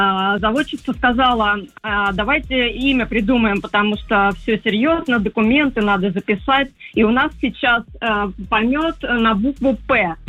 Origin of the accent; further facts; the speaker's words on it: Podolsk, Moscow Oblast, Russia; И придумали, я из Подольска, мы из Подольска